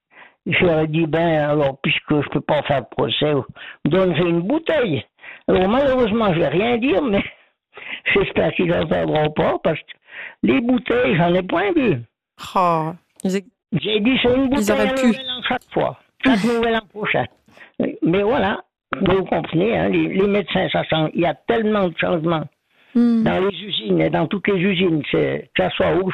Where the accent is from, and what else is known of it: Ormonts, Vaud, Switzerland; accent: Ormonts